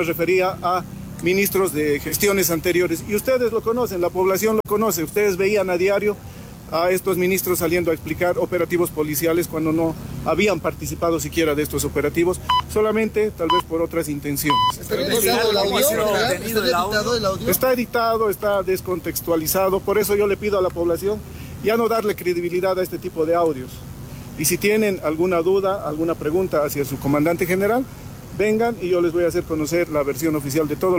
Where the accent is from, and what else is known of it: Bolivia